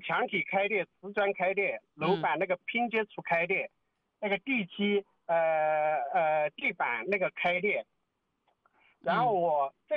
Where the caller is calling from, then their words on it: Shaoyang, Hunan, China; 我是湖南省邵阳市邵阳县，九宫桥镇东义村的村民。